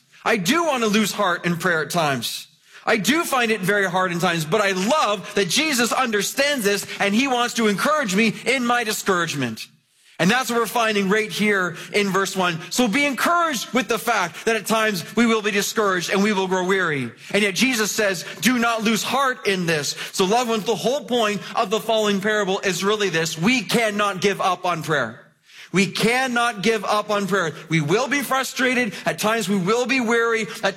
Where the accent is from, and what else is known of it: Mississauga, Ontario, Canada; born or raised there